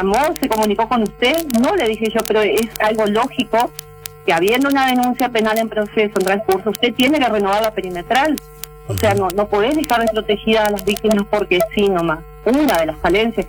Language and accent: Spanish; Chajarí, Entre Ríos, Argentina; nosotros somos oriundos de Chajarí